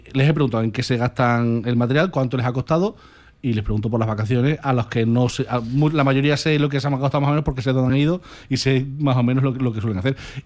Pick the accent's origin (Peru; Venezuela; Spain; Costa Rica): Spain